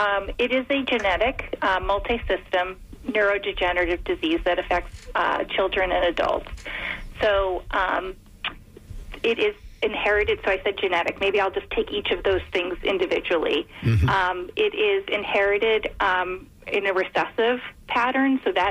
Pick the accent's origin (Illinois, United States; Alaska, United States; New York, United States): New York, United States; moved away as an adult; now in Philadelphia area, United States; I grew up in New York, but I moved actually to outside of Philadelphia to take this role with Farrah.